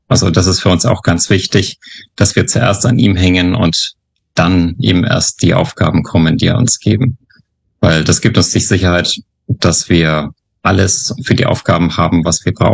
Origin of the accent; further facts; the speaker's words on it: Bayreuth, Bavaria, Germany; Ich bin in Bayreuth im schönen Oberfranken aufgewachsen. Ich bin in einem christlichen Umfeld aufgewachsen